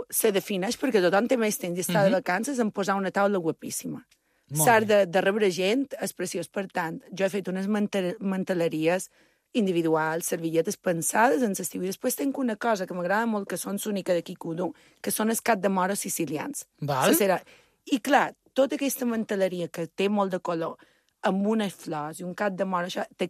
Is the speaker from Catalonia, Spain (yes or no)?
no; Balearic Islands, Spain; jo soc molt mallorquina. Mm-hmm. Som com molt de Mallorca.